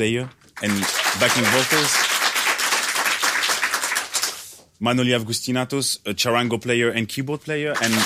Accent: Belgium; And I introduce myself, so … I'm from Belgium.

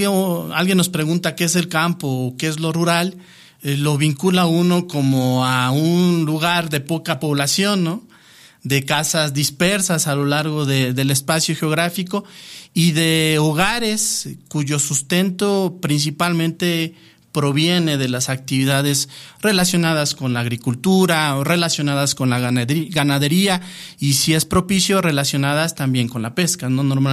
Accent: Tenancingo, State of Mexico, Mexico; born there; moved away; también procuro mandar un saludo a mi tierra, Tenancingo, Estado de México

